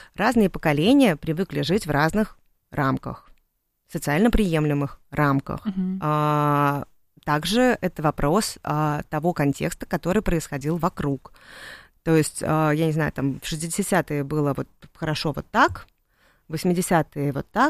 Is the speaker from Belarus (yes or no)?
no; Saint Petersburg, Russia; Я из Питера.